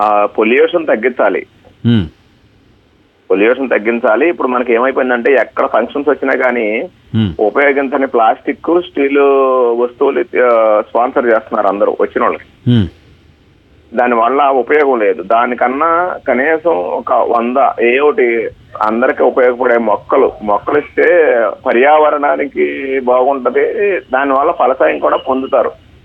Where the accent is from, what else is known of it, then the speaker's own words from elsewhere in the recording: Krishna district, Andhra Pradesh, India; మా ఊరి పేరు వచ్చేసి దక్షిణ చిరువోల్లంక, సౌత్ చిరువోల్లంక.